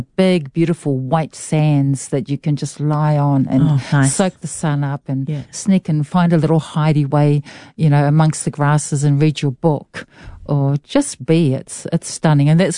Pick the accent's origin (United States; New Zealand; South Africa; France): New Zealand; Gisborne; also born or lived in Mangatu / Te Karaka / Wainui Beach; I grew up in Gisborne or, you know, around Gisborne and Mangatu and Te Karaka, very small places. I lived in Wainui for quite a while.